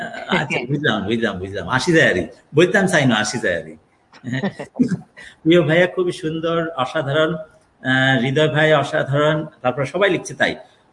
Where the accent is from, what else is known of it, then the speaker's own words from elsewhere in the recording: Narsingdi, Dhaka Division, Bangladesh; নরসিংদী আমার দেশের বাড়ি গ্রামের বাড়ি।